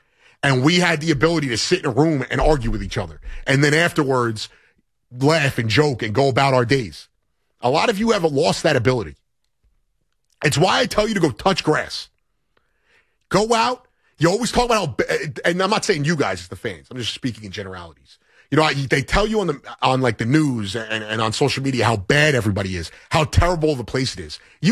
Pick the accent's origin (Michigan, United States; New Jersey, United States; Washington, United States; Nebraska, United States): New Jersey, United States; also born or lived in Brooklyn / Staten Island; I grew up in, I didn't grow up, but I lived in Staten Island for 10 years. I grew up in Jersey. Born in Brooklyn, grew up in Jersey. I spent 10 years in Staten Island